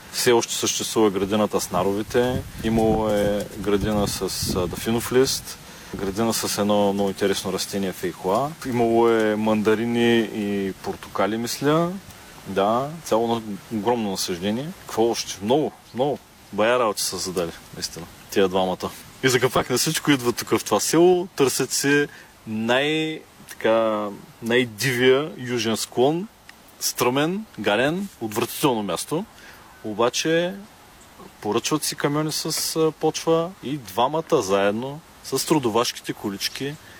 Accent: Burgas, Burgas Province, Bulgaria; born there; аз съм бургазлия. Майка ми е от Поморие, аз и брат ми сме от Бургас сме родени, баба ми е от село Шипка, а дядо е от село Орешене. Това е към Луковит, този район.

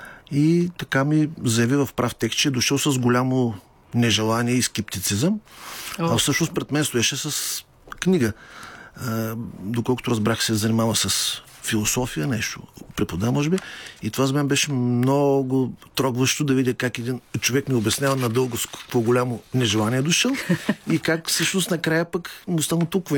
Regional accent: Ruse, Ruse Province, Bulgaria; В Русе ще бъда след 2 седмици, родния ми град, където така се вълнувам особено много.

